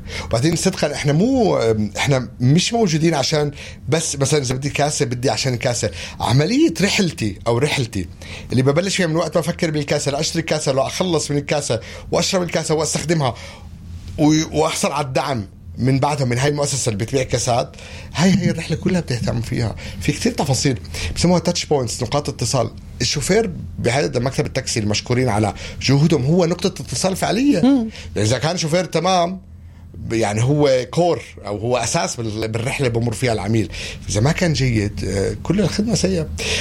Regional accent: Palestine; لأنه أنا فلسطيني

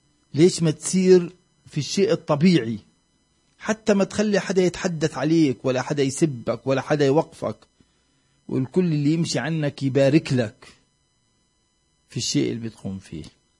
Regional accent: Palestine; وشو اللي بيصير معنا كفلسطينيين؟

